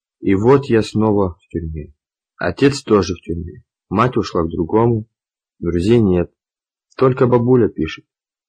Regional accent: Jelgava, Zemgale, Latvia; Сам я из Елгавы.

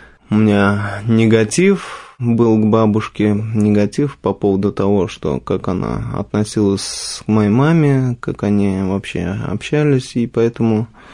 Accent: Kazan, Tatarstan, Russia; я рос, вырос, родился в Казани, в простой татарской семье. У меня родители татары и бабушка татарка пыталась меня учить в мусульманскую веру, наставлять

